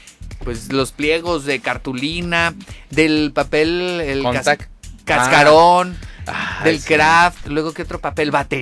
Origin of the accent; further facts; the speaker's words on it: Mexico; Es lo que nos merecemos como mexicanos.